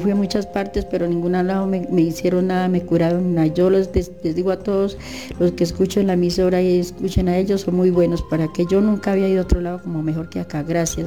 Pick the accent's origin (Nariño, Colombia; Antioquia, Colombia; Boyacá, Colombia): Boyacá, Colombia; Tunja; Me reservo el nombre por ahora porque vengo de Tunja.